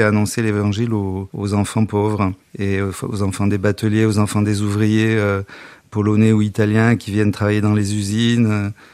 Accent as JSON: {"language": "French", "country": "Algeria", "tie": "born or raised there", "said": "En fait, je suis né en Algérie après l'indépendance, dans une famille qui était en Algérie depuis 6 générations et qui a choisi de rester après l'indépendance."}